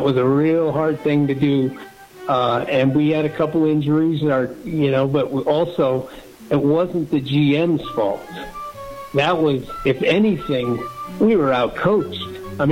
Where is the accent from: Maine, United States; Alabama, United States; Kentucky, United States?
Maine, United States; now in Wyoming, United States; Yeah, I'm from the the great state of Maine. At this time, though, I'm living in Wyoming, Southeast Wyoming